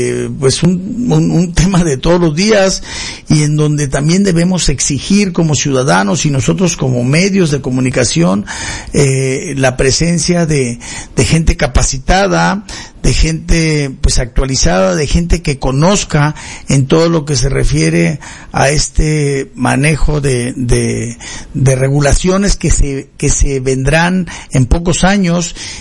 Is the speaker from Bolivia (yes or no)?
no; Mexico; y nosotros como mexicanos pues vemos pocas acciones.